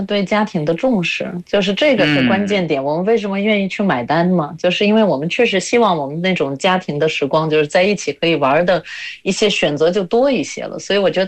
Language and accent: Chinese; Latvia; Chinese is a second language